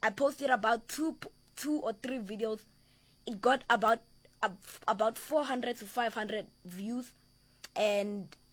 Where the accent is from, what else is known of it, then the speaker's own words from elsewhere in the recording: Limpopo, South Africa; I'm originally from Limpopo unfortunately I cannot speak Pedi but I am trying to learn it